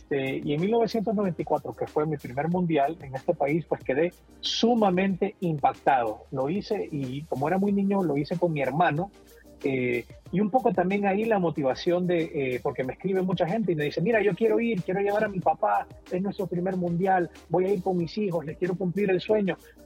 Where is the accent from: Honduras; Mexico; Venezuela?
Honduras; moved away as an adult; now in Washington, United States; yo soy de Honduras y hace muchos años, ya la mitad de mi vida la llevo en este bello país, en Estados Unidos y en particular en Washington.